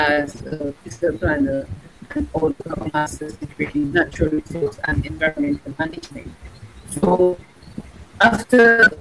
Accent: Marigot, Saint Andrew, Dominica; I was born in Marigot, born and bred in Marigot. When I passed the then common entrance examination, I came to town to go to secondary school

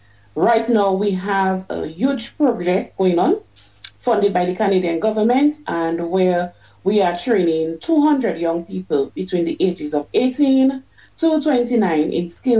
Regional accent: Dominica; I was raised in Rivière-Syrac in a household where my granny was the head of the household.

